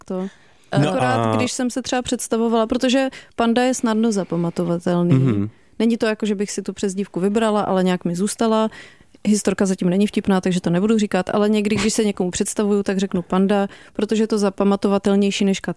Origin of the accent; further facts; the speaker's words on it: Moravia, Czechia; Já jsem původně z Moravy, takže.